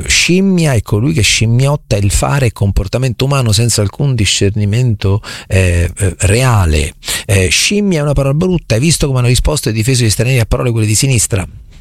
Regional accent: Marche, Italy

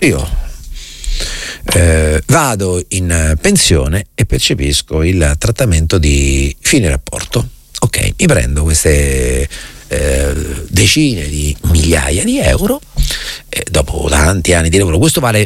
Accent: Rome, Lazio, Italy; noi a Roma, che siamo dotati di quella immediatezza tipica

